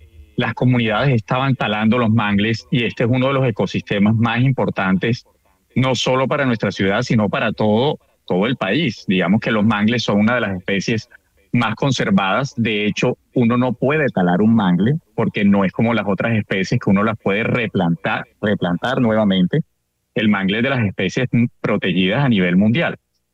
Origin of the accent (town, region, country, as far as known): Barranquilla, Atlántico, Colombia